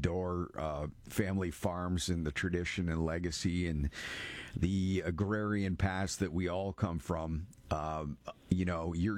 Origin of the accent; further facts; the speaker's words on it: Brantford, Ontario, Canada; I'm from the area. I'm from Brantford, Ontario, originally. So I know Delhi, I know Mount Pleasant and Birch and all